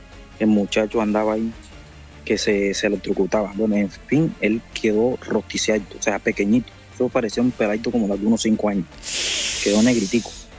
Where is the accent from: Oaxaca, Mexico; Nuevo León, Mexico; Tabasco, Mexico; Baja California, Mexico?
Oaxaca, Mexico; Puerto Escondido; now in Argentina